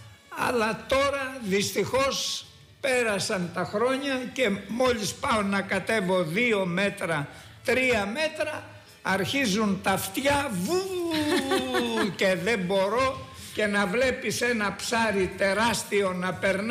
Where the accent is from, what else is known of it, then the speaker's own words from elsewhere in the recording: Western Greece, Greece; εγώ είμαι από Ετωλοακαρνανία.